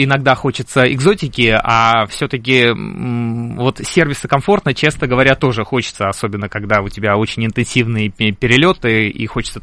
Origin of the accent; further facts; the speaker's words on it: Russia; Беларусь, поскольку я из России.